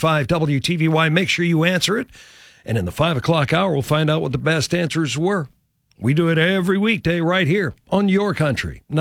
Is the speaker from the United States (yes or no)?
yes; the South, United States; We were raised in the South.